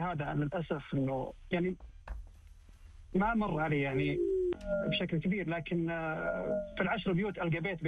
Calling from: Riyadh, Riyadh Province, Saudi Arabia; من الرياض.

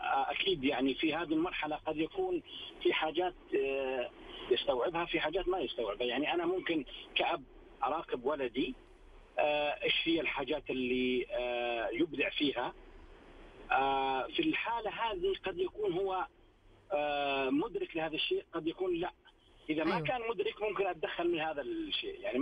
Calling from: Jeddah, Makkah Province, Saudi Arabia

